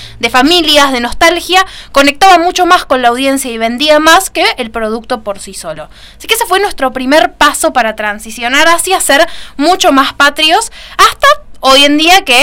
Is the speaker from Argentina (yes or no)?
yes; Argentina; somos todos acá argentinos.